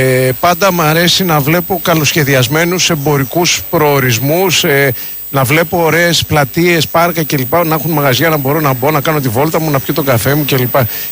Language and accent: Greek; Corfu, Ionian Islands, Greece; είμαι από την Κέρκυρα